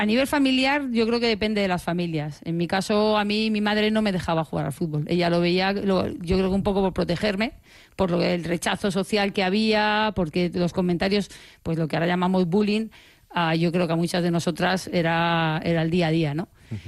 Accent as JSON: {"language": "Spanish", "town": "Madrid", "region": "Community of Madrid", "country": "Spain", "tie": "born there", "said": "Yo soy del Pozo del Tío Raimundo de nacimiento"}